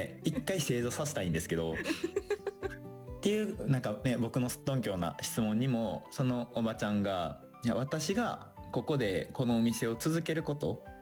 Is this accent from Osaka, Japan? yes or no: yes; Osaka, Japan; accent: Kansai; now in Tokyo, Japan; 今もコテコテな声が聞こえてる気はするんですけど関西出身です。はい、大阪ですね。